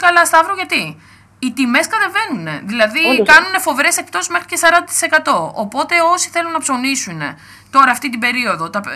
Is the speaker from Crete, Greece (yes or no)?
no; Kavala, East Macedonia and Thrace, Greece; από την πόλη μου, από την Καβάλα